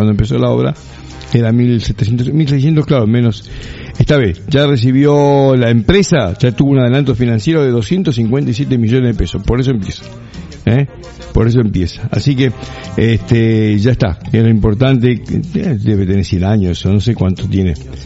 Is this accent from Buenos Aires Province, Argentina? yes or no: yes; Buenos Aires Province, Argentina; que son bonaerenses somos bonaerenses